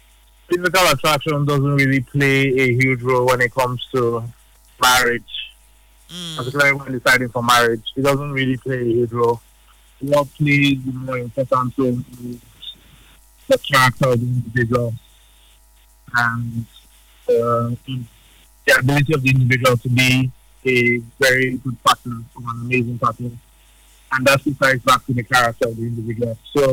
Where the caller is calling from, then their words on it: Port Harcourt, Rivers, Nigeria; I'm calling from Woji for Sanford.